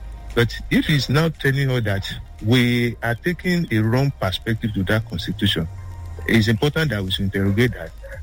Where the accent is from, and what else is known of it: Nigeria